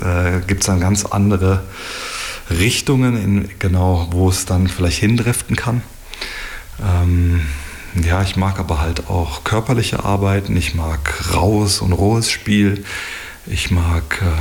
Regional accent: Germany; now in Bern, Switzerland; weil ich bin in Deutschland aufgewachsen, wie man hört.

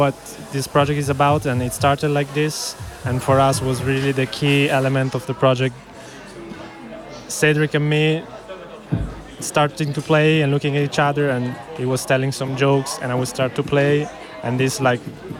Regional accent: Ticino, Switzerland; We are both coming from Ticino, the Lugano area. I'm coming northern to Lugano

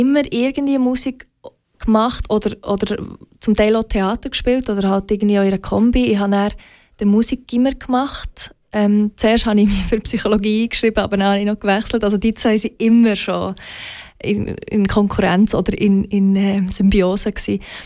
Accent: Bern, Switzerland; accent: Bernese; now in Basel, Switzerland; Ich bin Bernerin und das wird mir auch nie wegnehmen können. Der Dialekt lasse ich nie los. Und, aber ein grosser Teil von meinem Leben findet hier in Basel statt.

